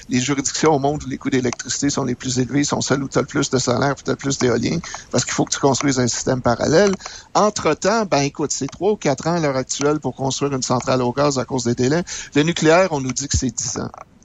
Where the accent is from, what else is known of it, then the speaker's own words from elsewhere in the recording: Quebec, Canada; Ça nous définit en tant que Québécois.